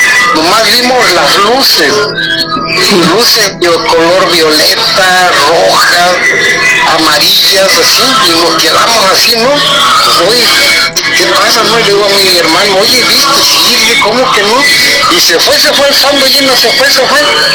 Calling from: Ometepec, Guerrero, Mexico; Veníamos de Acapulco a mi pueblo, hay 4 horas de Acapulco a Ometepec, Guerrero

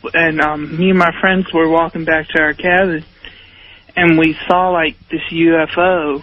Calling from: Highland Springs, Virginia, United States; I'm calling from Highland Springs, Virginia, right outside of Richmond.

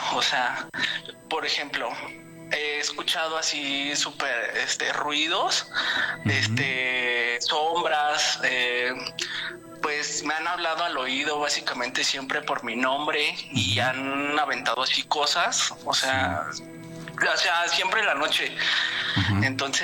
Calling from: Chimalhuacán, State of Mexico, Mexico; Pues ahorita de mi trabajo aquí en Chimalhuacán.

